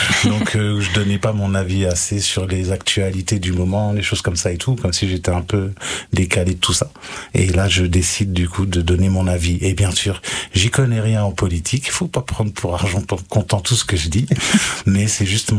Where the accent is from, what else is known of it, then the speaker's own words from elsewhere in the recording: Briey, Grand Est, France; Précisément de Briey.